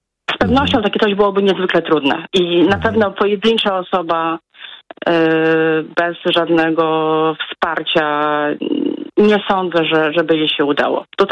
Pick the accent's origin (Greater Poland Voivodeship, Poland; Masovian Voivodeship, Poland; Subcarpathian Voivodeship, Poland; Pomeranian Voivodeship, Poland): Masovian Voivodeship, Poland; Warsaw; No już nie, bo ja jestem z Warszawy.